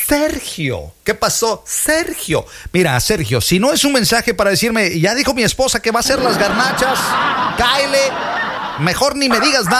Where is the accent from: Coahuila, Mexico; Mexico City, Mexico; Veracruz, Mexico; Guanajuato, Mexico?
Veracruz, Mexico; yo soy de oro, y yo soy jarocho.